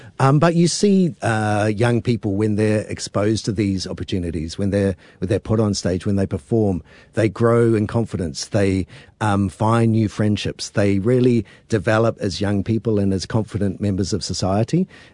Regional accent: New Zealand; moved away as an adult; also born or lived in United Kingdom; I enjoyed the life in the UK, but I thought for children growing up in New Zealand, that was a really special time for me

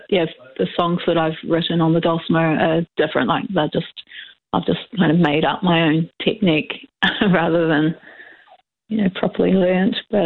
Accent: Christchurch, Canterbury, New Zealand; moved away; also born or lived in Burnham; Yeah, so I grew up in Christchurch, just in suburban Christchurch, and then moved out to a little farm near Burnham. So I went to Lincoln High, so I grew up in the country in my teenage years.

